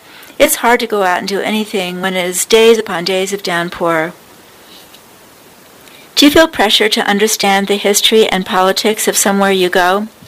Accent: Indiana, United States; Growing up in Indiana, we often had tornado warnings where the sky would turn green and pink, followed by epic storms.

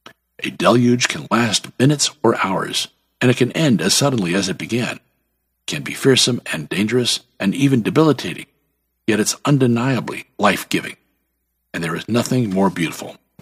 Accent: Northeast, United States; I was born and raised in the Northeast, where the seasons are reliably fixed and the weather, though occasionally fierce, is predictable.

